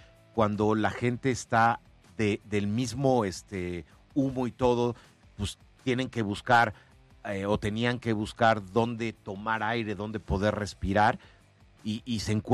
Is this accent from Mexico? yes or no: yes; Mexico; Soy mexicano, soy orgullosamente mexicano, bendito Dios.